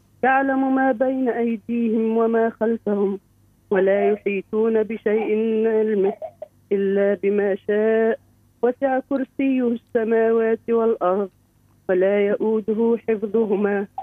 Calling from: Siliana, Tunisia

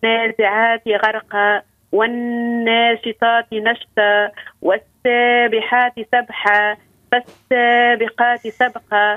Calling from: Ariana, Ariana Governorate, Tunisia

